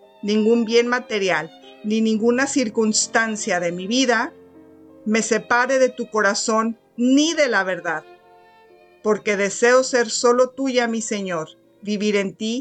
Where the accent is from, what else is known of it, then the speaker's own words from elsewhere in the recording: Mexico; Todo, incluso yo que soy mexicana, me cimbra el corazón